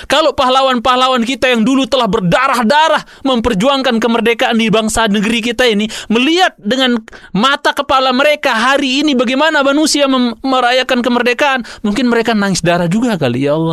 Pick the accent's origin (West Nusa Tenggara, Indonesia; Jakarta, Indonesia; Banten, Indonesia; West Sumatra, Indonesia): West Nusa Tenggara, Indonesia; Lombok; saya orang Lombok ya.